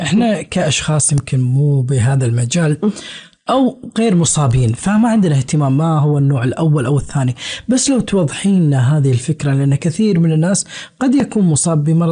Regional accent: Kuwait; ليش دائما يتأخر العلاج عندنا بالكويت؟

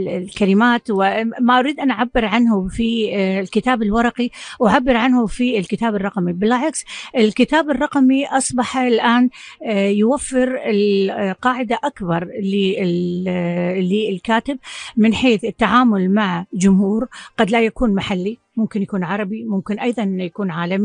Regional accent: Kuwait; عندنا في الكويت وفي دول الخليج

